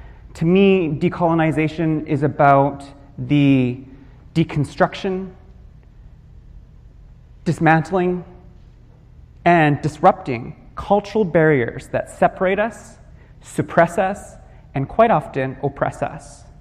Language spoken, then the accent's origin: English; British Columbia, Canada; I am Coast Salish from Catesy First Nation on my father's side and Musqueam First Nation on my mother's side, which is one of the host territories on which we are gathered today.